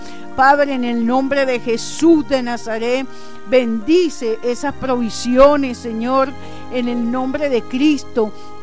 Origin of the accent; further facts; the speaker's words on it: Venezuela; yo soy de las que creo que como venezolanos estamos inclinados hacia el deseo de que nuestra tierra sea bendecida